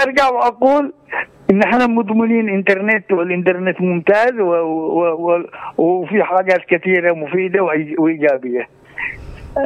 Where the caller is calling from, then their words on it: Yemen; هذا بالنسبة عندنا في اليمن.